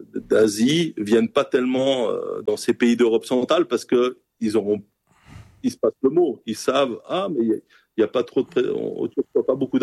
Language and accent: French; Switzerland; born there